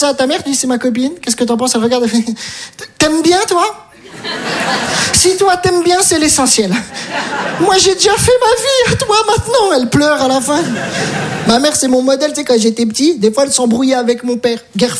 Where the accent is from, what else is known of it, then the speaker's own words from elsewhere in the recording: Metz, Grand Est, France; C'est un rêve pour moi de faire de la scène. Je viens de Metz, j'ai tout abandonné.